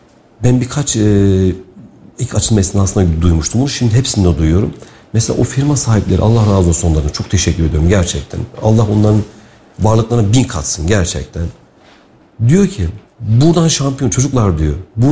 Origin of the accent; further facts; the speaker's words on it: Kayseri, Turkey; Ben Kayseri'de bunu çok hoşuma gidiyor. Ben de Kayseri'liyim.